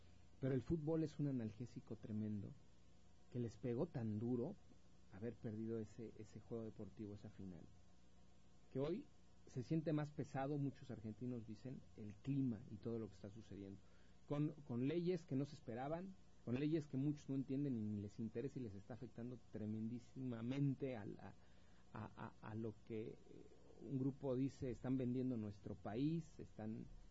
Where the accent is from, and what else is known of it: Mexico